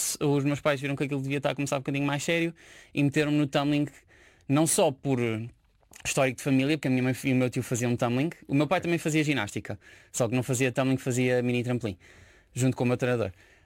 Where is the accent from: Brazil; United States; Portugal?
Portugal; Barreiro, Setúbal; born there; nasci no Barreiro, tenho 24 anos, nasci a 21/7/2002, mesmo no meio do verão.